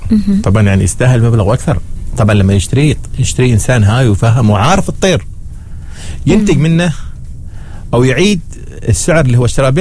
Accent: Oman; احنا ما شاء الله عندنا في عمان

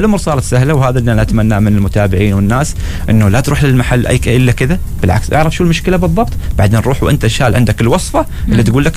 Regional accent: Oman; معظم الزراعه عندنا في عمان، انا اتكلم عن شناص وعن الباطنه خاصه،

